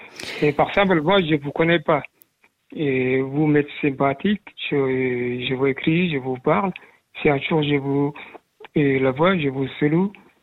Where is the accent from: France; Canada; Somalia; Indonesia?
Somalia; moved away; Moi, quand j'étais petit en Somalie